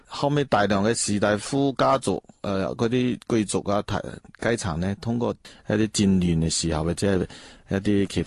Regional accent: Lingnan, China; 我自细到大生于岭南，长于岭南，喺呢一片山水土地啊培育咗我，所见所闻都系岭南嘅嘢最多。甚至从细到大好少去其他地方。

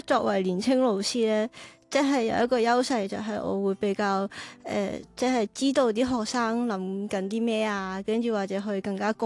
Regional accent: Macau; moved away as an adult; also born or lived in Beijing, China; now in Guangzhou, China; 咁我係嚟自澳門，係澳門土生土長嘅。

